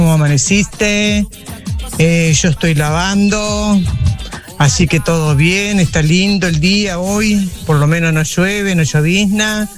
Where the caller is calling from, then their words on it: Balcarce, Buenos Aires Province, Argentina; de Balcarce.